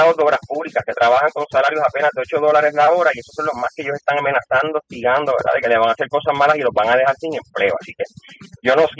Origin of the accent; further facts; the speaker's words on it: Cataño, Puerto Rico; con el voto de mi pueblo de Cataño